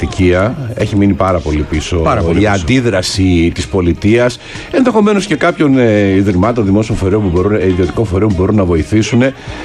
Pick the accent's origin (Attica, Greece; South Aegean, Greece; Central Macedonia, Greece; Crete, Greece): Attica, Greece; Perissos; εγώ ξέρω πολυκατοικία στην περιοχή που μεγάλωσα στον Περισσό.